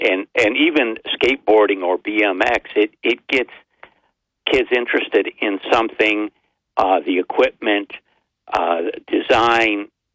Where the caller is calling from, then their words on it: Binghamton, New York, United States; from Binghamton.